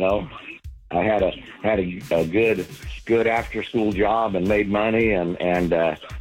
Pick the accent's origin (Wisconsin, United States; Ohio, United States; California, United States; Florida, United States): California, United States; Manteca; I grew up in Manteca, and we used to go to the big town of Modesto and cruise.